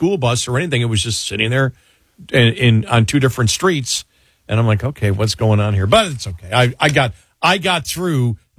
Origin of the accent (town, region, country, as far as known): New York, United States; moved away